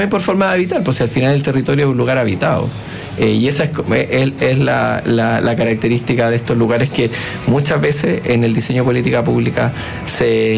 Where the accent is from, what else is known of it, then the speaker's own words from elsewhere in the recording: Santiago Metropolitan Region, Chile; born there; Yo nací cerca de Win, hoy día es menos rural que antes, pero tiene muchos pueblitos, localidades cercanas a Santiago. Yo no venía a Santiago, yo no me consideraba parte de Santiago, iba a Santiago, vine a estudiar a Santiago todos los primeros años de la carrera